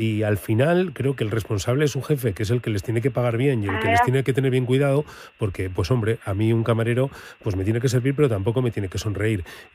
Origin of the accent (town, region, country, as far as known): Burgos, Castile and León, Spain